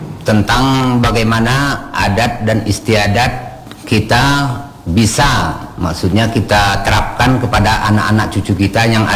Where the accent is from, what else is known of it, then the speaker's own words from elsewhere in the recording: Takengon, Aceh, Indonesia; also born or lived in Kutacane, Southeast Aceh; now in Bener Meriah, Indonesia; Dan dibesarkan di Takengon, daerah Rusip Angkub.